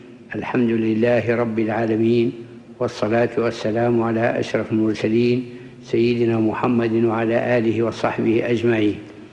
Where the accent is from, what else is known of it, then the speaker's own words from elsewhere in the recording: Libya; accent: Libyan; وقد عرفنا في لهجتنا الليبية هذا اللفظ في العامية الليبية